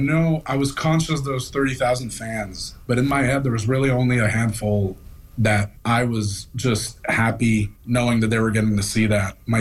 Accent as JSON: {"language": "English", "country": "Canada", "said": "I'm like, no, I'm actually from completely different part of the country."}